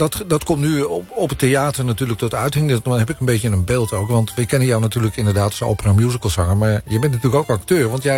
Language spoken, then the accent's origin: Dutch; Amsterdam, North Holland, Netherlands; ik kom zelf natuurlijk ook uit Amsterdam